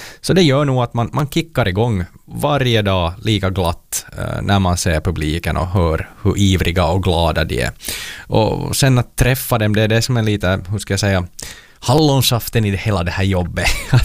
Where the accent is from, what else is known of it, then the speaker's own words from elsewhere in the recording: Ostrobothnia, Finland; Ni är lite, jag är som österbottning. Så jag känner att vi har någon slags connection.